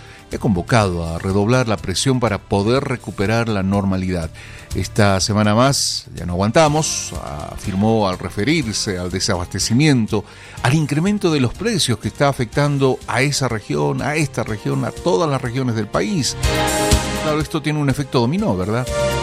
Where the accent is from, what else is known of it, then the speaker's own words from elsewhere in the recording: Bolivia; yo soy boliviano, tengo todo el derecho de transitar por las rutas que el país tiene